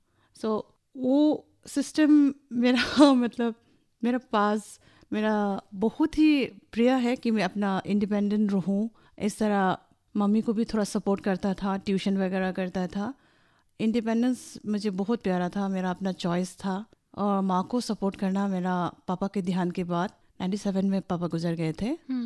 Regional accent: Haflong, Assam, India; also born or lived in Silchar; मेरा जन्म सिलचर में हुआ था, मेडिकल कॉलेज में, to a very sweet couple but quite aged.

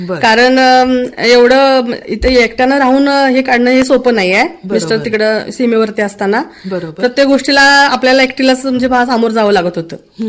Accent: Sangalewadi, Maharashtra, India; सांगलेवाडी म्हणून गाव जवळच आहे तिथून, कापशीपासून. हा, तिथेच मी लहानाची मोठी झाले.

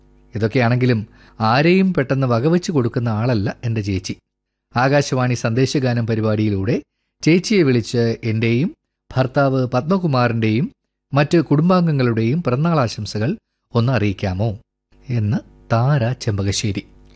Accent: Thiruvananthapuram, Kerala, India; ഞാൻ തിരുവനന്തപുരത്തു നിന്നാ.

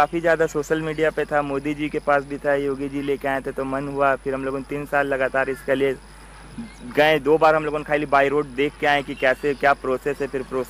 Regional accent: Jamshedpur, Jharkhand, India; यही गोलमुरी के निवासी हैं।

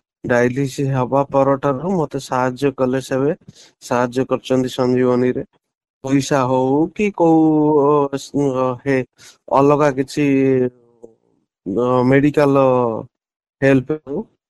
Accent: Jalasarpur, Odisha, India; ମୋର ବୟସ ହେଲା 35 ବର୍ଷ, ମୋ ଗାଁ ନାଁ ହେଲା ଜଳସରପୁର ସୁଲଣ ପୋଷ୍ଟ ନନ୍ଦିପଦା ଥାନା ଡିଷ୍ଟ୍ରିକ୍ଟ କେଉଁଝର।

